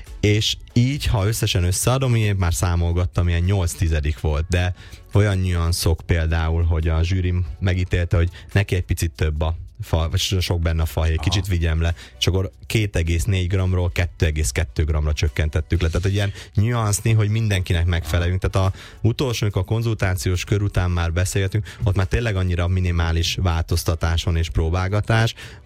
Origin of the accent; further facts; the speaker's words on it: Celldömölk, Vas, Hungary; celdömölki születésű, és ott is élek.